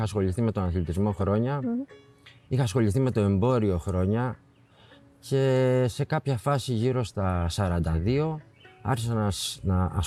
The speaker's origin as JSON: {"language": "Greek", "town": "Choudetsi", "region": "Crete", "country": "Greece", "also_born_or_lived": "Heraklion", "said": "Μου είναι από το Χουδέτσι. Έχω ζήσει αρκετά χρόνια στο Ηράκλειο και τα τελευταία 15 χρόνια ξαναμένω στο Χουδέτσι"}